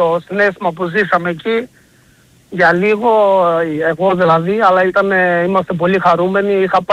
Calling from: Crete, Greece; είμαι από Κρήτη, τηλεφωνώ.

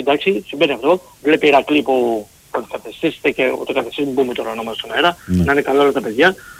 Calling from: Peristeri, Attica, Greece; από το Περιστέρι Ολυμπιακός.

